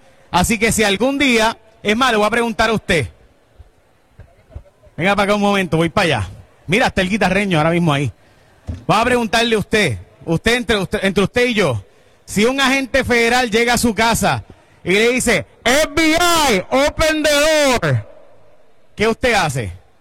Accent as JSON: {"language": "Spanish", "town": "San Lorenzo", "country": "Puerto Rico", "said": "yo soy de San Lorenzo, así que siempre ha sido mi vecino."}